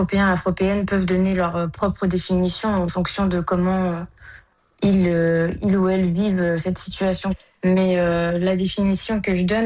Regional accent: France; le fait d'avoir grandi en France, donc d'avoir été baignée dans une culture occidentale. Après, je contextualise bien d'où je viens aussi, c'est-à-dire que moi, j'ai grandi vraiment dans une campagne, dans un milieu très rural

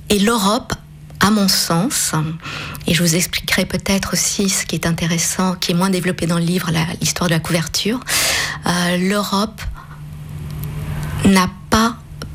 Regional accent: Varese, Lombardy, Italy; born there; je suis née en Italie à Varèse. Mon père était fonctionnaire à l'Euratom à Varèse.

